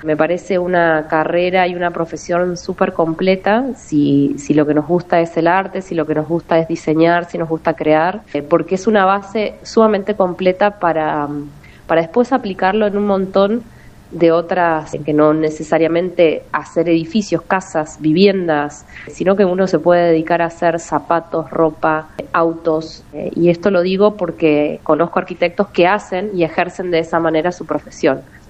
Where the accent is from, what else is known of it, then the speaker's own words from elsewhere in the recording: General Roca, Río Negro, Argentina; also born or lived in Córdoba; Yo nací acá, mi familia es de acá, mi papá es de la línea sur, mis abuelos son de la línea sur y siempre viví la Patagonia como soy patagónica, digamos.